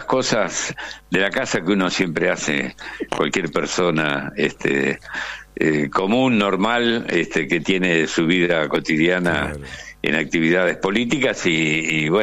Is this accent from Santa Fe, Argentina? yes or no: no; Neuquén, Argentina; born there; estoy en Neuquén en este momento, mi ciudad natal.